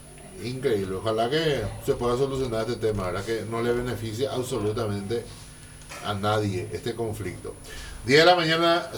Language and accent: Spanish; Paraguay